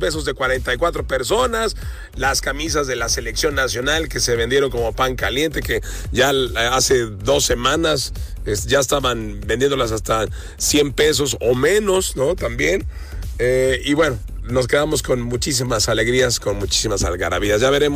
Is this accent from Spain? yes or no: no; Guadalajara, Jalisco, Mexico; hay que aplaudir cómo los tapatíos también recibimos a coreanos, colombianos, españoles.